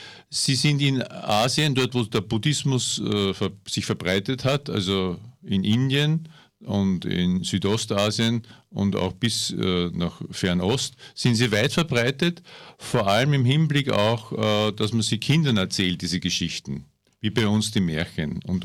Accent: Vienna, Austria; moved away as an adult; now in Upper Austria, Austria; dann Mitte der 80er habe ich noch in Wien gewohnt, ich bin Wiener

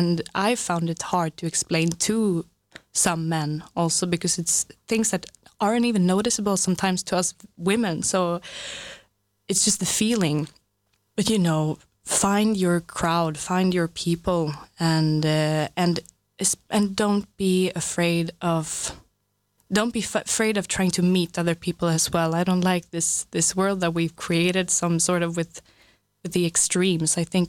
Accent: Stockholm, Stockholm County, Sweden; English is a second language; compared to Stockholm, which is my hometown or home city, it's a bit unpersonal, I would say

